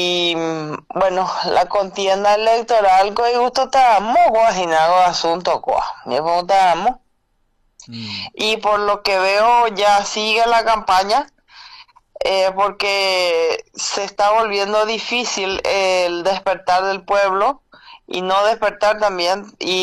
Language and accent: Spanish; Paraguay